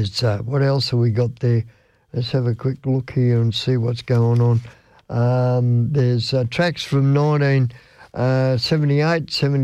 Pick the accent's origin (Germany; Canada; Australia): Australia; And I am an Australian. I was born and bred here. And I'm proud of it too.